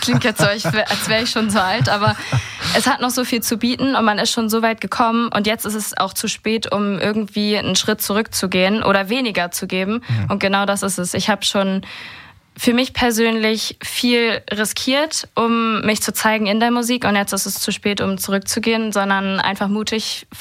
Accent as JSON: {"language": "German", "town": "Flintbek", "region": "Schleswig-Holstein", "country": "Germany", "lives_now": "Kiel, Germany", "said": "Also gebürtig, also ursprünglich aus Flintbek. Mhm. Und mittlerweile lebe ich in Kiel."}